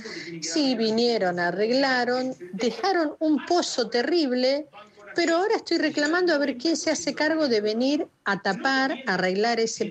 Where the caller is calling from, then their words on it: Chacabuco, Buenos Aires Province, Argentina; Vivo en Chacabuco.